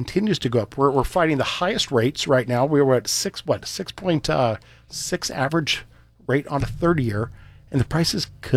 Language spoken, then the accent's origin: English; Oregon, United States; Roy and I grew up in Southern Oregon.